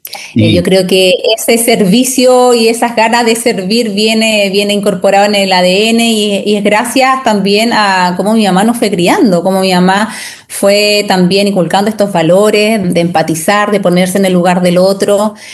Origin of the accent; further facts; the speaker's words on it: Valdivia, Los Ríos, Chile; yo nací y criada en Valdivia. Hace 14 años me fui a vivir a la costa de Valdivia, sector de Niebla. Así es que ahí estamos ya mi familia.